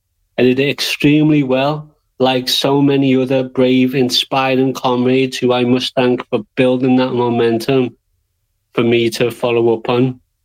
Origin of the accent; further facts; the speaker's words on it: Liverpool, North West England, United Kingdom; I'm from Liverpool, England. I'm 33 years old.